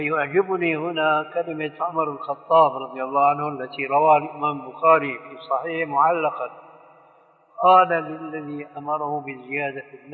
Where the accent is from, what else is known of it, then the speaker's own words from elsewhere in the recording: Syria; كما كانوا يفعلون عندنا في سوريا من عهد القريب